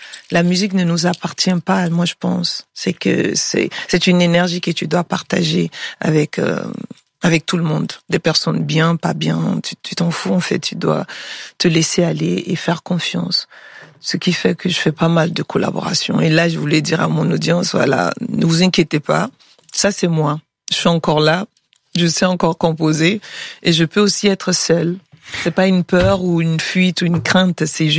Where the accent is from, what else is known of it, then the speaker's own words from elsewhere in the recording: Mali; c'est des sonorités que j'ai grandi avec au Mali, mais en version traditionnelle.